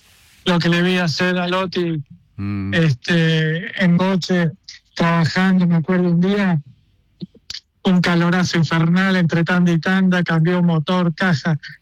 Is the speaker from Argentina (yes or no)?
yes; Argentina; now in Europe; como tenemos nosotros en Argentina